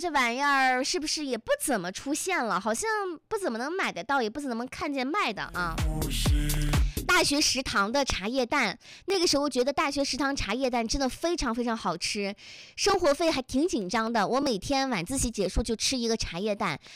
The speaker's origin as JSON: {"language": "Chinese", "town": "Hangjin Banner", "region": "Inner Mongolia", "country": "China", "tie": "born or raised there", "said": "我们家不是小时候在杭锦旗吗"}